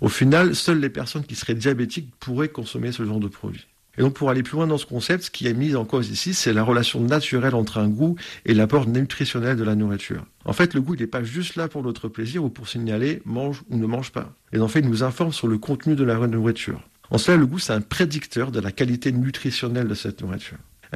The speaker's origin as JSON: {"language": "French", "town": "Toulouse", "region": "Occitanie", "country": "France", "said": "Alors, donc à l'origine, je suis de Toulouse, donc j'ai fait mes études à l'université de Toulouse Paul Sabatier."}